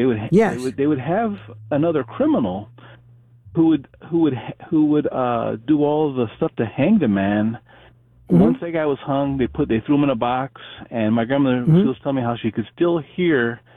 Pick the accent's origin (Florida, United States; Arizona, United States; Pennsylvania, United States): Florida, United States; I was growing up in Florida back in the 1980s.